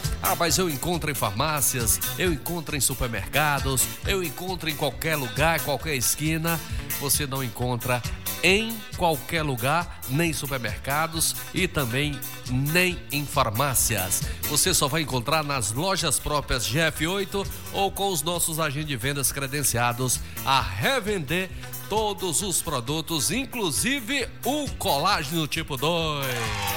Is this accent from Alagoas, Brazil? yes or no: no; Maranhão, Brazil; Eu sou do Maranhão.